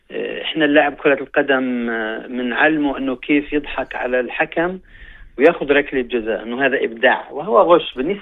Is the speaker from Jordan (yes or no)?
yes; Jordan; إحنا مع أن الحل الوحيد اللي بين إيدينا كأردنيين،